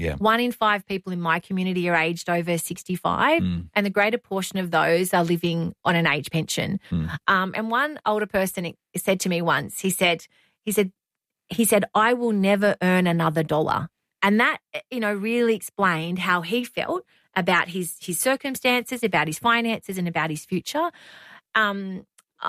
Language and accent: English; Wyong, New South Wales, Australia; I was the specialist mental health pharmacist at our local hospital in Wyong in my hometown.